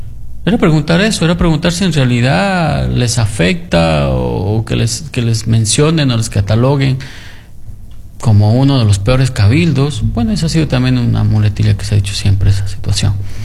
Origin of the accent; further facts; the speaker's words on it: Loja, Ecuador; como ecuatorianos, porque somos parte de Ecuador.